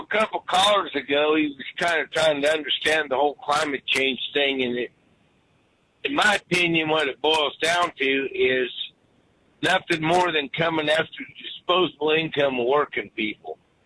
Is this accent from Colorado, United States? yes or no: yes; Colorado, United States; Well, hell, I grew up on the Front Range out in Colorado. We had a brown cloud in Denver for years